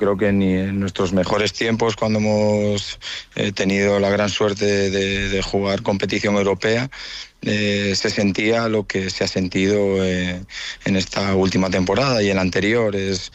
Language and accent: Spanish; Santander, Cantabria, Spain